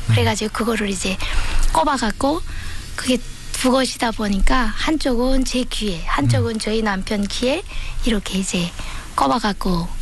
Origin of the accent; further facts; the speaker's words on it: North Korea; moved away; 제가 저 북한에서 이제 살고 있을 때 그 하나님이라는 것에 대해서는 이제 알지 못했고